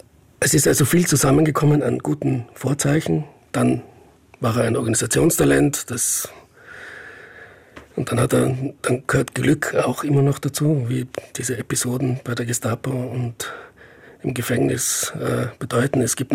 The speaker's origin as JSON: {"language": "German", "town": "Innsbruck", "region": "Tyrol", "country": "Austria", "said": "Ja, jetzt als Innsbrucker gesprochen"}